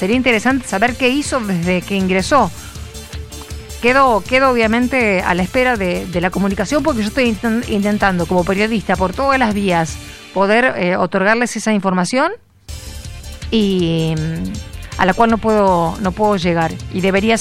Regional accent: Rosario, Santa Fe, Argentina; somos rosarinos

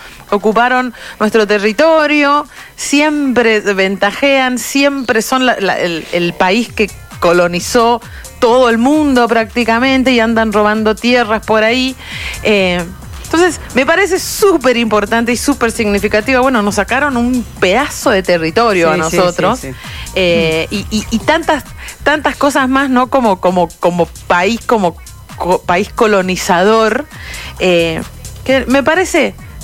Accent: Argentina

